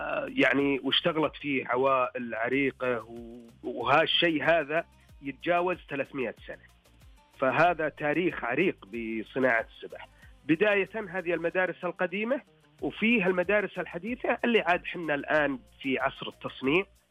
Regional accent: Saudi Arabia; حنا عندنا بالسعودية

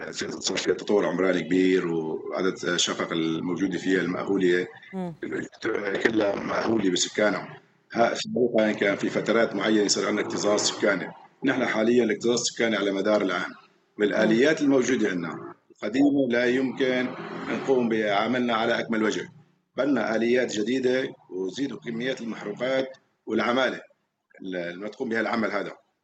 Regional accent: Sheikh Saad, Daraa Governorate, Syria; نحن ببلدة الشيخ سعد

